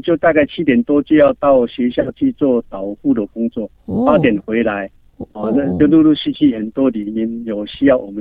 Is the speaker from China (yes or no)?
no; Longtan, Taoyuan, Taiwan; also born or lived in Da'an District, Taipei; now in Wenshan District, Taipei, Taiwan; 我故乡是在龙潭。